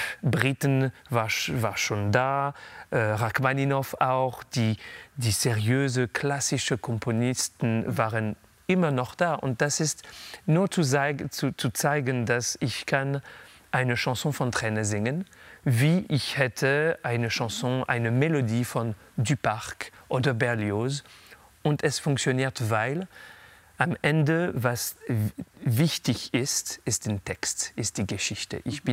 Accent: France; first language French; German is a second language; Also es ist meine Muttersprache und ich bin ein bisschen bekommen ein Spezialist von der französischen Repertoire. Vielleicht, weil ich bin Franzose auch

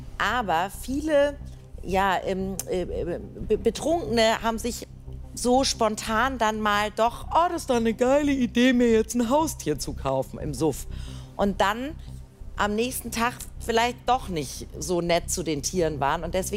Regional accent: Hamburg, Germany; Ich bin ja hier groß geworden in Hamburg.

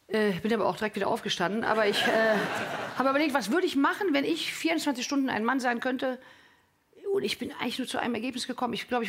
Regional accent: Cologne, North Rhine-Westphalia, Germany; Ich komme aus Köln.

